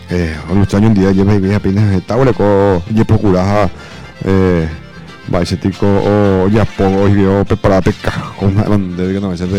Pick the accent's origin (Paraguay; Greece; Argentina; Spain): Paraguay; Que es nuestro, es paraguayo, y soy paraguayo, y todos somos paraguayos.